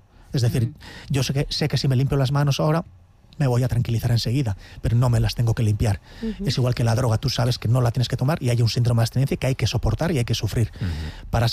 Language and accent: Spanish; Eibar, Basque Country, Spain; yo soy del Góibar, de un barrio rural llamado San Miguel.